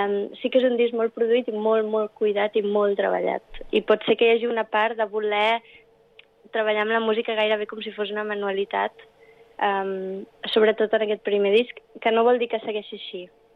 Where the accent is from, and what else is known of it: Barcelona, Catalonia, Spain; born or raised there; first language English; Catalan is a second language; now in Brussels, Belgium